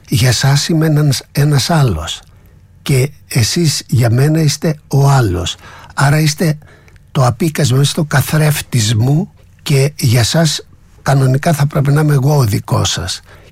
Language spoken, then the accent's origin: Greek; Chania, Crete, Greece; Γεννήθηκα στα Χανιά, στα Χανιά της Κρήτης.